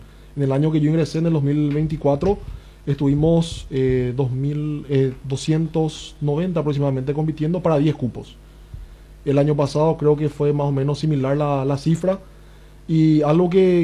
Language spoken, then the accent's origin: Spanish; Coronel Oviedo, Caaguazú, Paraguay; Somos 10 del departamento de Caaguazú, 9 ovetenses y una de Cecilio Báez.